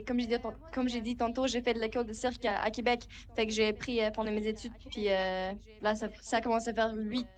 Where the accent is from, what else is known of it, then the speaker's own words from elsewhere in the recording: New Zealand; French is a second language; moved away; moi, je viens de loin. Je viens de la Nouvelle-Zélande